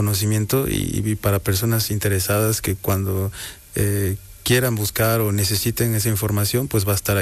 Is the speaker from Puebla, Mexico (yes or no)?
yes; Izúcar de Matamoros, Puebla, Mexico; moved away; Tengo 40, 50 años fuera de mi terruño, ¿no?